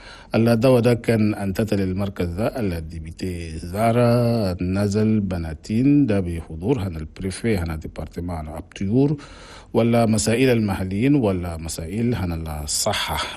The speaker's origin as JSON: {"language": "Arabic", "country": "Chad", "said": "حنا بلدنا تشاد"}